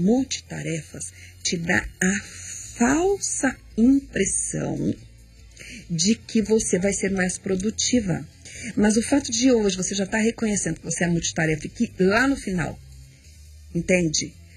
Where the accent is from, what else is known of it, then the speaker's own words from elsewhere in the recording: South Region, Brazil; Eu sou sulista. E no sul a gente só tomava banho quente.